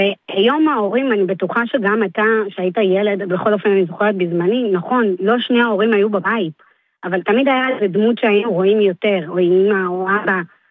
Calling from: Holon, Tel Aviv District, Israel

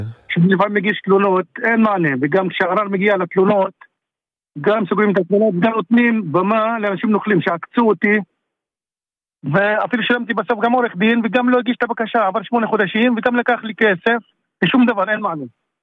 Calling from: Lod, Central District, Israel

